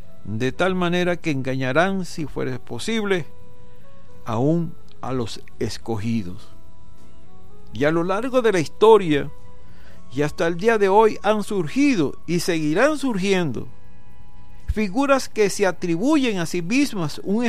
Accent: Venezuela; como venezolanos, como compatriotas

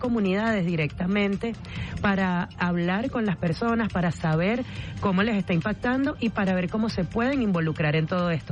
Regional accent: Los Teques, Miranda, Venezuela; yo soy allá de Los Teques

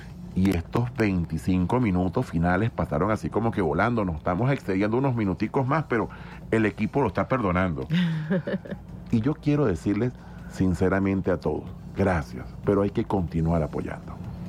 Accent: Venezuela; yo estoy al frente de un país, yo tengo que responderle a un país como venezolano. Ahí se acabaron los colores políticos. Ahí somos Venezuela.

